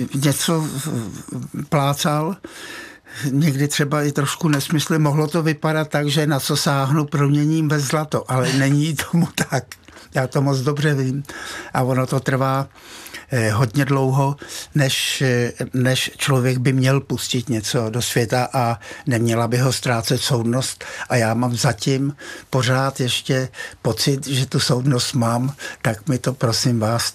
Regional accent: Motyčín, Central Bohemian Region, Czechia; born there; já jsem se narodil v Motyčíně, to je u Kladna

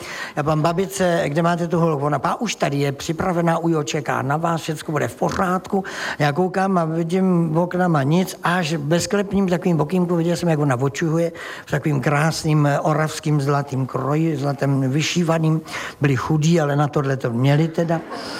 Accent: South Bohemian Region, Czechia; řeknu, promiňte, já jsem blbej Jihočech a pojedu domů

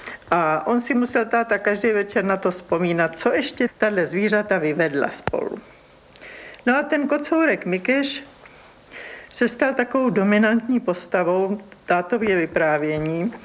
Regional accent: Prague, Czechia; born there; also born or lived in Hrusice

